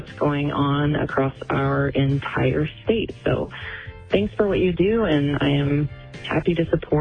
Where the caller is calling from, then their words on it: North Platte, Nebraska, United States; I'm calling from North Platte, and I just appreciate that I can get in my car for long work trips and be able to pick up Nebraska public media in very rural locations that I travel to.